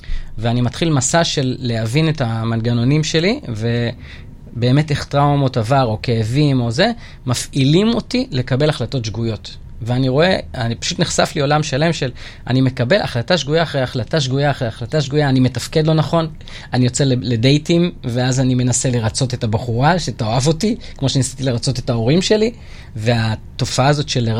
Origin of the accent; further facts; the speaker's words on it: Tel Aviv-Yafo, Tel Aviv District, Israel; הרקע שלי הוא רקע שלא פשוט, גדלתי כבן בכור במשפחה קשת יום ביפו ג', שכונת מצוקה עם הרבה קשיים